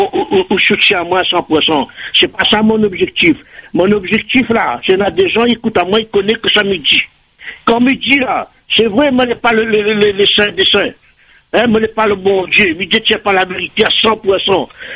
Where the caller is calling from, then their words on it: Réunion; moi, en tant que Réunionnais